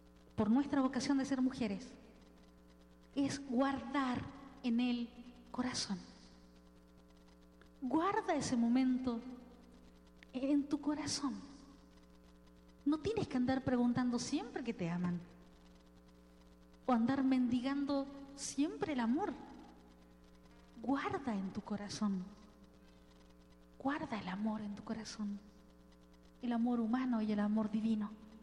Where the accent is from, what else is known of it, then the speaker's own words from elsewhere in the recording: Chile; En Chile, yo soy chilena